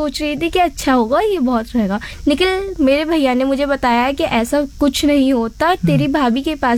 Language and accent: Hindi; Moradabad, Uttar Pradesh, India; मुरादाबाद से। मैं काशीराम की रहने वाली हूँ।